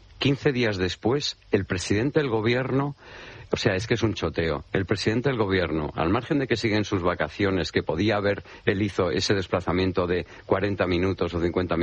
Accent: Ceuta, Spain; Eso, primero, yo soy ceutí y me acuerdo de su abuela, eso para empezar.

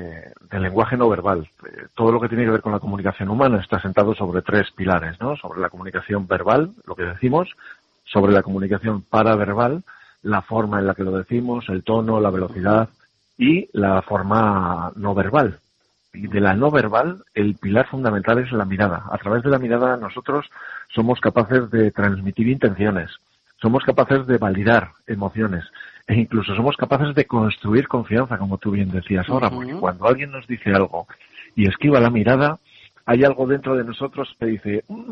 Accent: Burgos, Castile and León, Spain; now in Galicia, Spain; provengo de Burgos y ¿sí? allí esta fiesta no está tan interiorizada dentro de la cultura. Bueno, pero desde que estoy en Galicia

